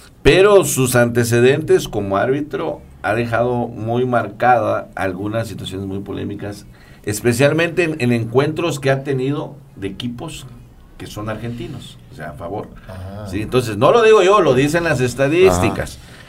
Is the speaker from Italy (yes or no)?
no; Mexico